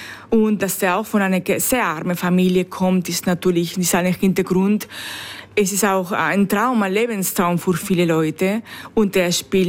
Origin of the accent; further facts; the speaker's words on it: Spain; now in Salzburg, Austria; Für uns als Spanier ist Fußball fast wie eine Religion, sehr, sehr wichtig.